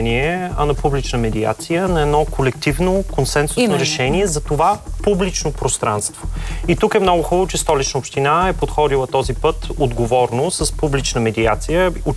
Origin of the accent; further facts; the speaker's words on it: Varna, Varna Province, Bulgaria; аз като варненец